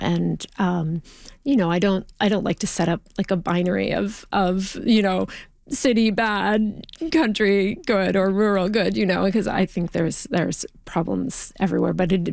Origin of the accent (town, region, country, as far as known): Ontario, Canada; born or raised there